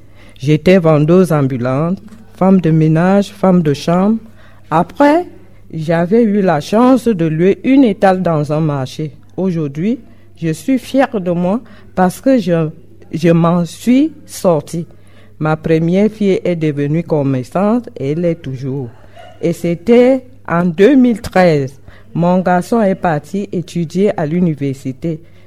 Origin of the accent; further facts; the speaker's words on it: Cameroon; je viens du Cameroun. Je suis une maman de deux enfants abandonnés par leur père.